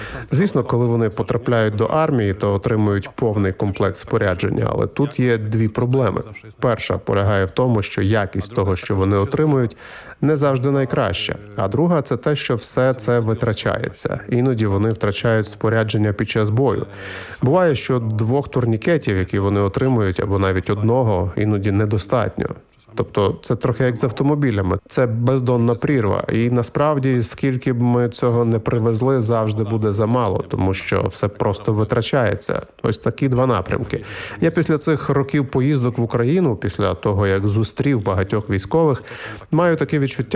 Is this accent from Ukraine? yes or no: no; Poznań, Greater Poland, Poland; моя знайома з Познані, а я сам із Познані, запитала мене